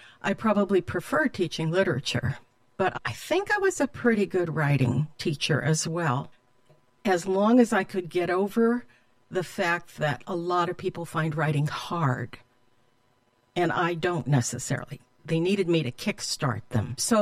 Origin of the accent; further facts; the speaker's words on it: Toledo, Ohio, United States; also born or lived in Michigan / Puerto Rico / San Diego, California; We moved a bit. I was born in Michigan. Then our family moved to Puerto Rico. Then my parents got divorced. So we moved in with my grandparents in Toledo, Ohio. My mother went to grad school. And then we moved across the country to San Diego